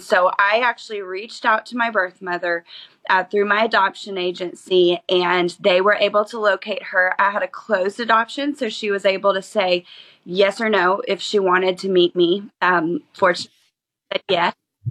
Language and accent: English; Oklahoma City, Oklahoma, United States; born there; My birth mother lived in Oklahoma, so I was born in Oklahoma City, adopted by Texans.